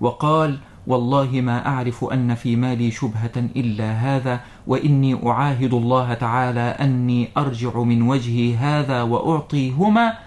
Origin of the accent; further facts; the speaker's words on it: Qift, Qena Governorate, Egypt; من مصر، من بلادي قفط قنا